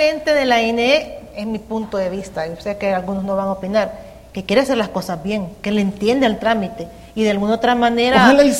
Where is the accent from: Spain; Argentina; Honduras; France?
Honduras